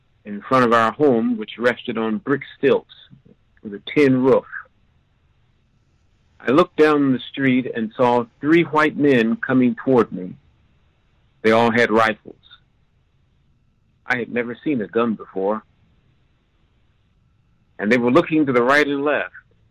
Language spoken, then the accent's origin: English; Columbus, Ohio, United States; in 1950, I was taken to a minstrel show in Dawson, Georgia, when I was visiting from Columbus, Ohio, back in Dawson at the age of 9.